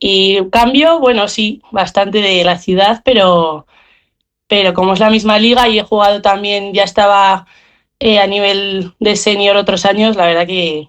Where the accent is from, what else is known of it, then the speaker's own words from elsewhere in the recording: Soria, Castile and León, Spain; born there; moved away as an adult; now in Burgos, Spain; yo soy de Soria, me he venido este año a estudiar a Burgos y llevo desde bien pequeñita jugando en Soria hasta este año que me he venido